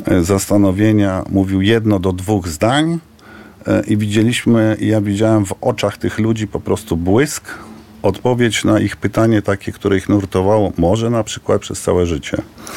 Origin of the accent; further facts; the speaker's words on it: Warsaw, Masovian Voivodeship, Poland; born there; ja się urodziłem w Warszawie, tak, jestem warszawiakiem, notabene urodzony gdzie, no w Szpitalu Praskim, czyli nie ma cwaniaka nad warszawiaka